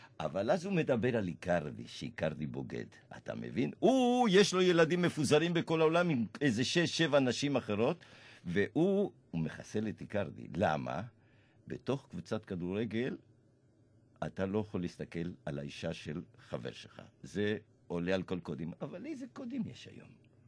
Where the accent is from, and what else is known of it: Argentina; now in Israel